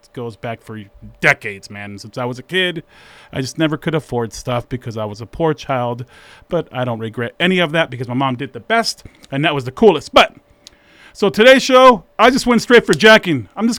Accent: San Jose, California, United States; now in Idaho, United States; I come from the Bay. I come from San Jose, but I've called Idaho my home for over 20 plus.

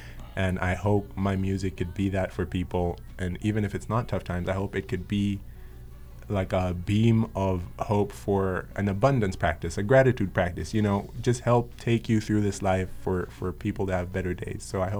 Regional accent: Malawi; moved away; I, being born and raised in Malawi

